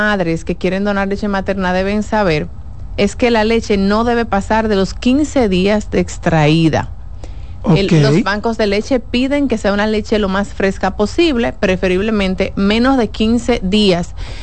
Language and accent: Spanish; Dominican Republic